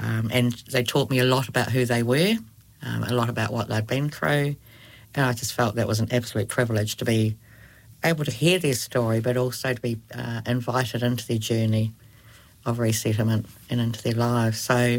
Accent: Christchurch, Canterbury, New Zealand; born there; also born or lived in Nelson / Wellington / Sydney; I was born in Christchurch. I've lived in Nelson, Wellington and Sydney, but come back to Christchurch because this is my place.

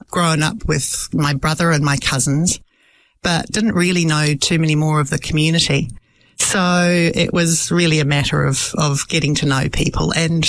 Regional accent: New Zealand; born there; I was born in New Zealand. In fact, Mum was also born in New Zealand. Her parents both came from Dalmatia, from the town of Podgora.

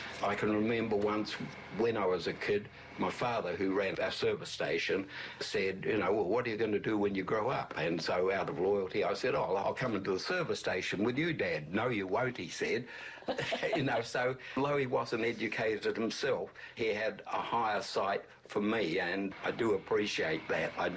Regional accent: Hastings, Hawke's Bay, New Zealand; I was born in Hastings in 1936. My parents were … I was an only child.

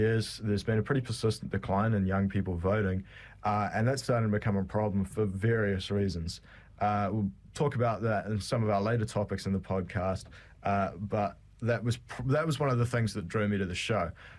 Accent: Hamilton, Waikato, New Zealand; I'm from Hamilton originally. I'm still in Hamilton. I thought about moving for uni when I was younger, but I ended up deciding against it.

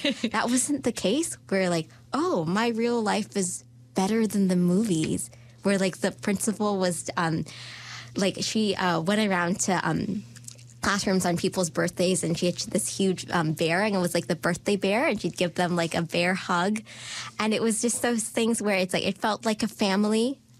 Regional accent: Thailand; English is a second language; also born or lived in Malaysia / Egypt; In my case, I was born in Thailand to Thai parents, but then at around age six, because of my dad's job, we moved to Malaysia and lived there for 4.5 years. And then we moved to Egypt and stayed there for 2.5 years. And then we repatriated to Thailand.

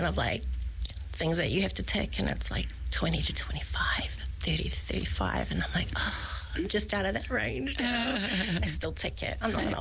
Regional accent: Burnham, Canterbury, New Zealand; born or raised there; now in Hawke's Bay, New Zealand

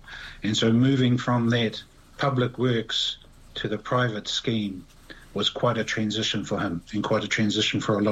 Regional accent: Rotorua, Bay of Plenty, New Zealand; Well, born and bred in Rotorua. So grew up in the 80s experiencing neoliberalism when Labour came along with Rogernomics and Richard Preble. And my dad was a Scouser who came out from Liverpool

